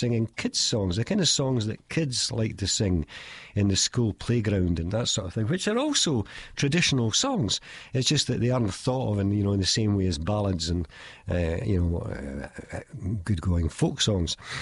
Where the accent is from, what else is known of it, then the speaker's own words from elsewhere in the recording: Fife, Scotland, United Kingdom; Fife, in my home county in Scotland